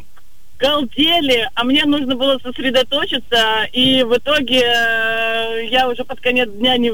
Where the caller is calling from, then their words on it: Saint Petersburg, Russia; Санкт-Петербург.